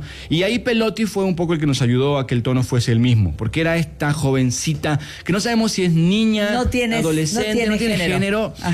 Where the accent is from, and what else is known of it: Argentina